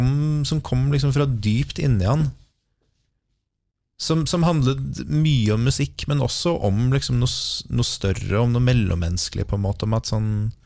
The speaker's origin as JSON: {"language": "Norwegian", "region": "Oslo", "country": "Norway", "tie": "born or raised there", "said": "Jeg er vokst opp på Makrellbekken og Hovseter."}